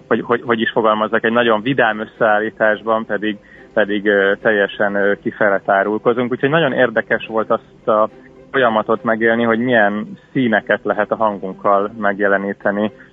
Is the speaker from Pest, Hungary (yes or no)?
no; Lenti, Zala, Hungary; born or raised there